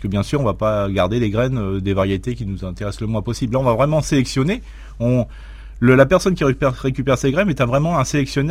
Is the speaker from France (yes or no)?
yes; Grand Est, France